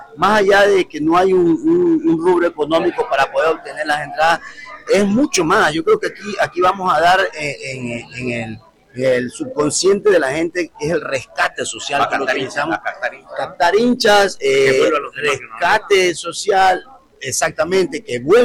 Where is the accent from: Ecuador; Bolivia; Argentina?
Ecuador; Manta, Manabí; yo soy de Manta, yo soy hincha del fin